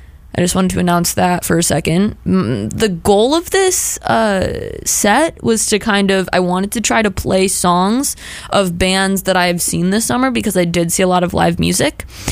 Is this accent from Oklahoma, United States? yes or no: no; Buffalo, New York, United States; because I'm from Buffalo and Cleveland isn't too far from Buffalo, it's about 3 hours, closer than Albany is.